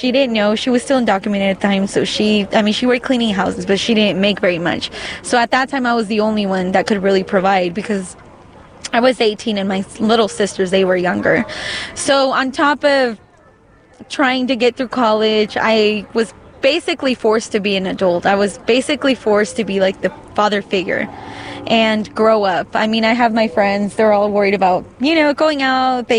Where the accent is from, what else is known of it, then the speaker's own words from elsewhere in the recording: Liberal, Kansas, United States; also born or lived in Juarez, Mexico; I'm 30 years old. I was born in Mexico. I was born in Juarez. I was brought as a baby when I was 2 years old to Liberal, Kansas.